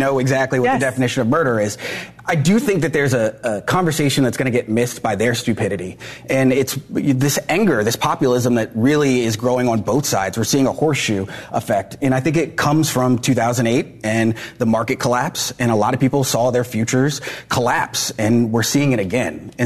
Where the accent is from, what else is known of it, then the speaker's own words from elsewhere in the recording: Washington, District of Columbia, United States; So I'm from Washington, D.C., born and bred.